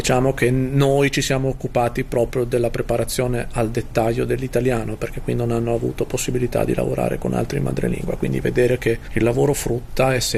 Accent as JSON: {"language": "Italian", "town": "Como", "region": "Lombardy", "country": "Italy", "accent": "Como", "said": "io sono di Como. Infatti ho appena detto che io sono di Como, ma forse dovrei dire che io sono di Como. Da Como tutte le E che noi diciamo sono sbagliate, come in Ticino"}